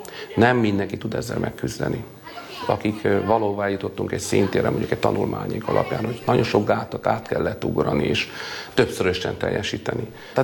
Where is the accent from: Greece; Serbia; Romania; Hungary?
Hungary; mert az is mondtam, hogy magyar ember vagyok, de mellette cigány emberként, és beás cigány, így mondanám, ez a pontosítása.